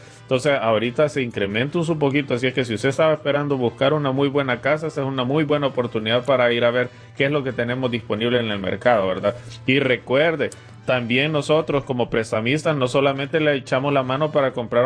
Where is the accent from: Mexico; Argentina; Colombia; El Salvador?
El Salvador; Unidos como salvadoreños